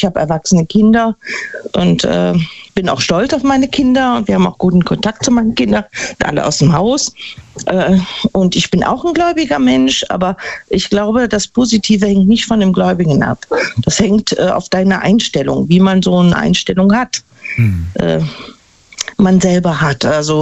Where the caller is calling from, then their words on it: Neunkirchen-Seelscheid, North Rhine-Westphalia, Germany; Ja, ich bin aus Neunkirchen-Sülscheid